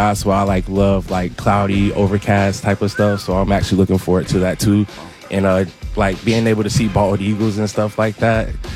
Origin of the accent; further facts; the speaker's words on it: Florida, United States; now in Seattle, United States; I'm a Florida, like, I'm from Florida